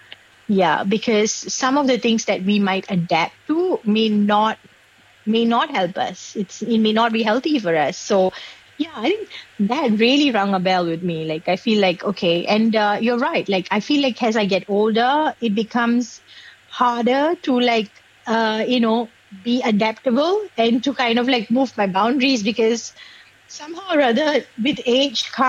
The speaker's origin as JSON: {"language": "English", "country": "Singapore", "tie": "born or raised there"}